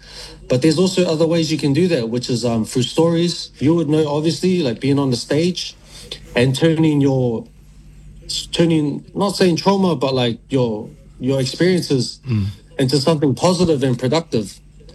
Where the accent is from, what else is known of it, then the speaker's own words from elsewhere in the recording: Auckland, New Zealand; born and raised in Greylin. In my Niuean household, with my nana, my pop, my uncle, my other uncle, my mom, my dad, my cousin, my other cousin